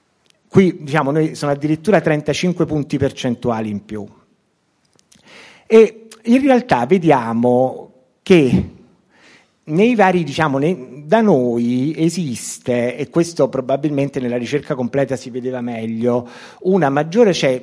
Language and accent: Italian; Naples, Campania, Italy; non lo dico in quanto napoletano